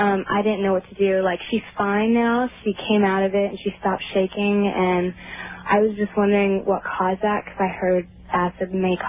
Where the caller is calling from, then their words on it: La Mirada, California, United States; I'm calling from La Mirada, California.